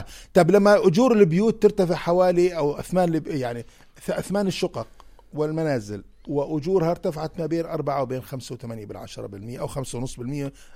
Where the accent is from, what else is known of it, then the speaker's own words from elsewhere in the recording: Jordan; عندنا في الأردن